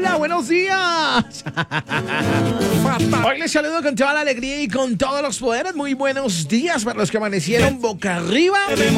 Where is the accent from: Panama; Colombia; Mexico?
Colombia; soy la representante de Boyacá para el mundo.